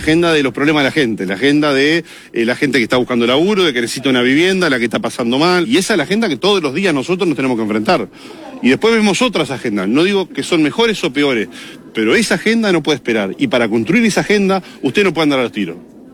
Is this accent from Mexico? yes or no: no; Uruguay; nosotros como uruguayo y como gobernante